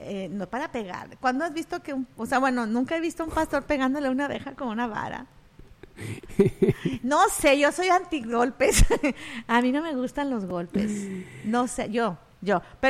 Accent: Mexico; yo soy mexicana

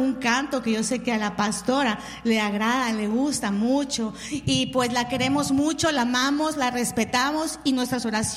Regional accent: Mexico; Yo soy mexicana, pero nunca escucho mariachi.

